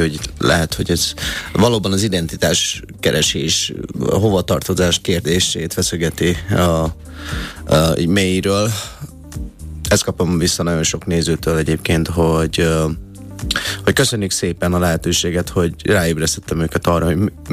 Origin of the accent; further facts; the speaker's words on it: Hungary; én, mint kínai, magyar kínai, és sem tudom, melyiket rakjam előre.